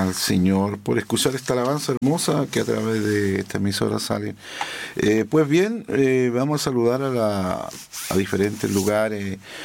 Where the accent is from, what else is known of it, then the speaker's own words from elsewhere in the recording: Talca, Maule, Chile; nosotros somos de Talca … donde nos congregamos en aquel lugar